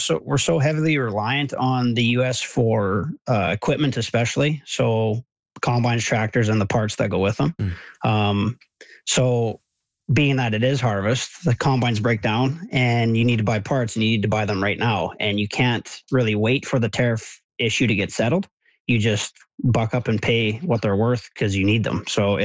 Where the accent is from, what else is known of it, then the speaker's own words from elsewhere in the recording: Canada; I guess as far as how does that make me feel as a Canadian, I feel the same as I always have.